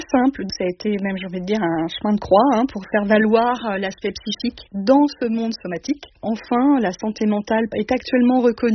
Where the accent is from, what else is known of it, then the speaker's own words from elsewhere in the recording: Vannes, Brittany, France; je suis psychologue clinicienne psychothérapeute, j'ai 52 ans et je suis de Vannes.